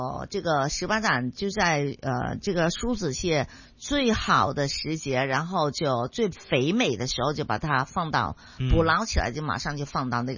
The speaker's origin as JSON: {"language": "Chinese", "town": "Chaozhou", "region": "Guangdong", "country": "China", "said": "杨师傅也是我们潮州人呢"}